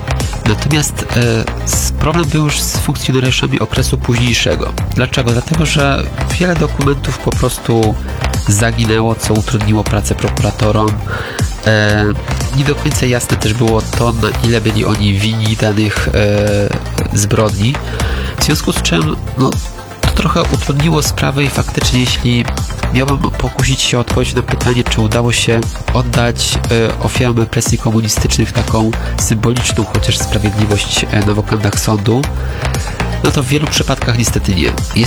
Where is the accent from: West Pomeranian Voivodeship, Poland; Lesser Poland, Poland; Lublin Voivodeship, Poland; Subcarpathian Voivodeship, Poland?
Subcarpathian Voivodeship, Poland; Rzeszów; Ja patrzę tak rzeszowsko-centrycznie, nazwijmy to akurat. Ja jestem z Rzeszowa